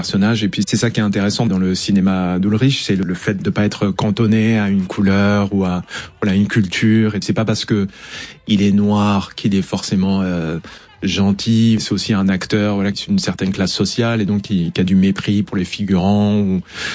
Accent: Caen, Normandy, France; born there; Un petit peu, ouais. Je suis né à Caen, ouais.

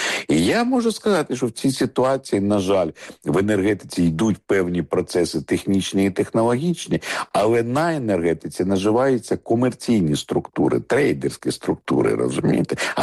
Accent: Vinnytsia, Vinnytsia Oblast, Ukraine; Вінниці, мирне місто, це моє рідне місто, я не хочу образити вінничан

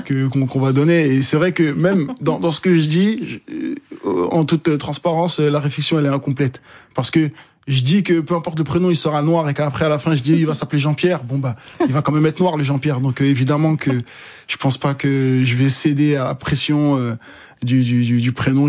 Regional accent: Comoros; Alors, Mali, Sénégal, Congo. Et non, je suis comorien.

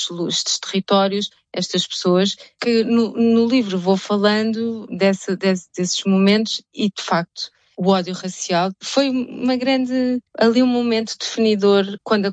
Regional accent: Lisbon, Portugal; moved away as an adult; also born or lived in Cape Verde / Angola / Mozambique / Brazil; como é que uma jovem lisboeta branca vai percebendo essas injustiças?

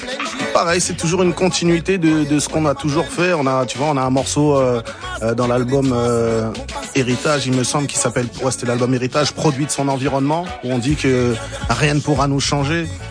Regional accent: France; also born or lived in Cape Verde; Cap-Vert, j'avais l'âge de 2 ans. Donc, je suis né avec ma culture. J'y vais très, très régulièrement. Je suis français capverdien ou capverdien français en fonction de l'endroit où je me trouve.

